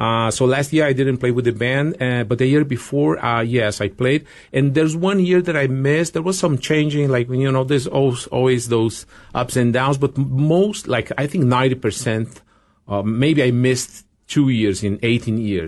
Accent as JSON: {"language": "English", "country": "Brazil", "moved": "yes", "lives_now": "Winnipeg, Canada", "said": "I remember when I moved from Brazil, I was a little bit scared about the size of the city, but I got like surprised with this amount of talent and support and festivals and stuff."}